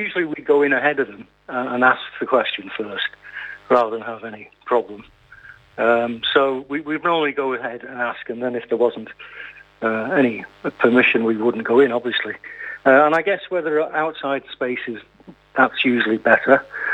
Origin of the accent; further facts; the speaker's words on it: Stockport, North West England, United Kingdom; From Stockport near Manchester.